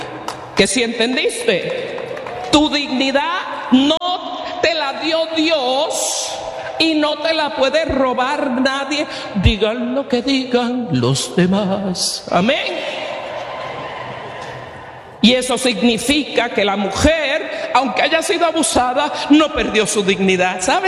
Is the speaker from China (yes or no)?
no; Puerto Rico; Yo soy boricua